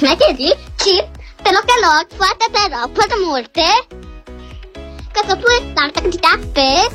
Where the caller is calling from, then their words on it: Bucharest, Romania; din București.